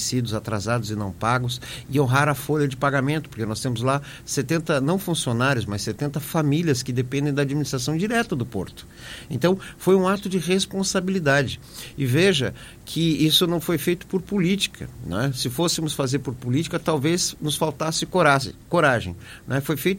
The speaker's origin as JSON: {"language": "Portuguese", "town": "Itajaí", "region": "Santa Catarina", "country": "Brazil", "said": "todos nós que somos de Itajaí"}